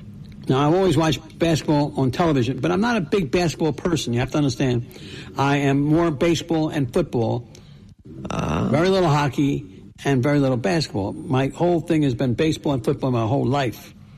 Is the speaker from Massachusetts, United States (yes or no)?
yes; Brookline, Massachusetts, United States; born there; I was born in Boston, born in Brookline, Mass.